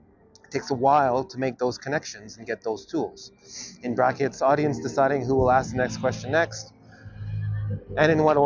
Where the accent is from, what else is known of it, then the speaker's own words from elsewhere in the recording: Canada; I'm Canadian.